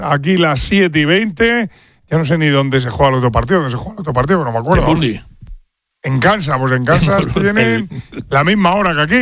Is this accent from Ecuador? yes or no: no; Spain; pero nosotros somos los españoles, les hemos ganado las últimas tres veces.